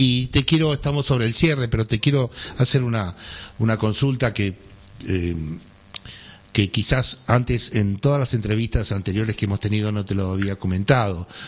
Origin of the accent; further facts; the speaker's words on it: Argentina; soy argentino, 61 años